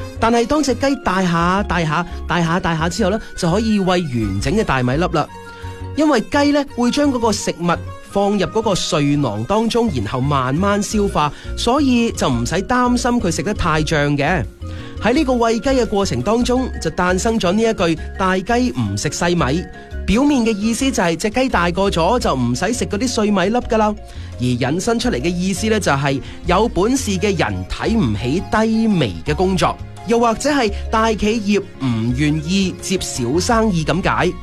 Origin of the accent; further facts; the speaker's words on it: Guangdong, China; 我哋广东人中意食鸡，自然咧就好中意养鸡啦。